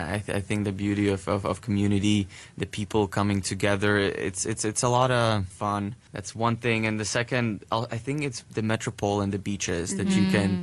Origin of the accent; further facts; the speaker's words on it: Latvia; English is a second language; I can potentially maybe bring something back also to my home country, like the ideas, some startups, some different mindsets.